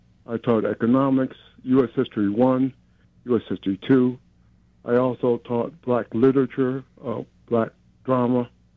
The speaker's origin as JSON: {"language": "English", "region": "New Jersey", "country": "United States", "tie": "born or raised there", "said": "being in New Jersey, where most of the people around us were Caucasian, but the enclave that we lived in, New Rome, was all African-American."}